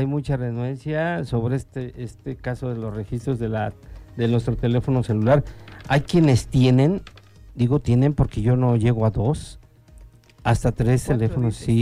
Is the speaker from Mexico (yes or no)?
yes; Mexico; ya como buen mexicano